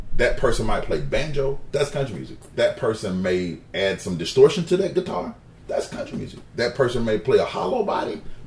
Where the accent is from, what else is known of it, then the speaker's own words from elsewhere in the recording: Birmingham, Alabama, United States; I'm from Birmingham, right? A lot of people go, oh, that's not the country.